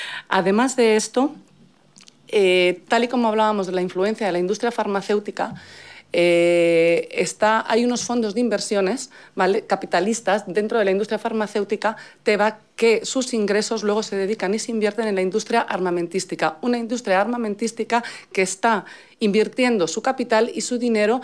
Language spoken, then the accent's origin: Spanish; Spain; born there; Yo soy hispano-palestina, nacida en España, de padre palestino y madre española.